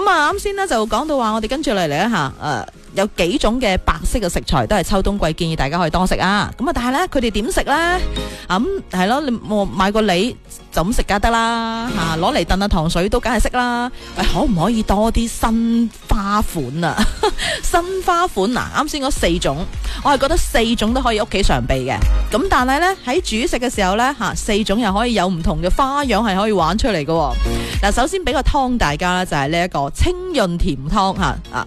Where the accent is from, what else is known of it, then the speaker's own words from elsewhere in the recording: Guangdong, China; 我哋广东人